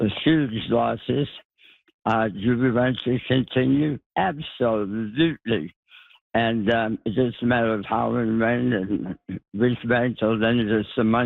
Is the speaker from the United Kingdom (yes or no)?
no; Northern Canada, Canada; I'm a Northerner. I'm a Canadian.